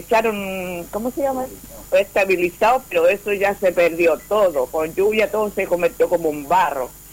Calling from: Chile; De Población Berta 1

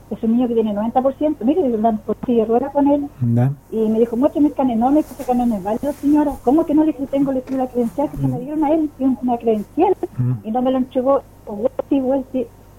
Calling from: Campanario, Ñuble, Chile; yo soy de Campanario.

